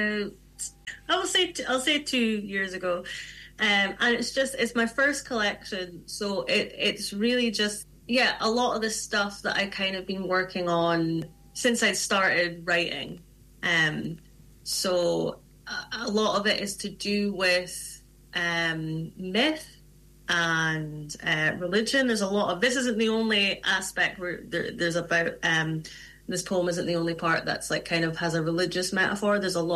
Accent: Aberdeen, Scotland, United Kingdom; growing up in Aberdeen and, you know, in the Northeast region

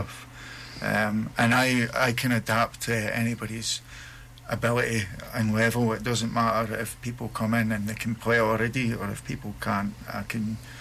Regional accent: Aberdeen, Scotland, United Kingdom; we're from Aberdeen

